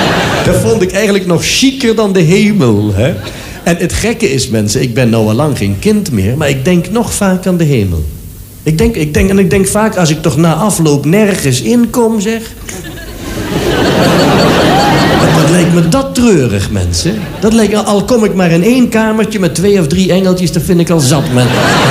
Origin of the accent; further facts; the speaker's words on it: Sittard, Limburg, Netherlands; born there; in Sittard, waar ik geboren ben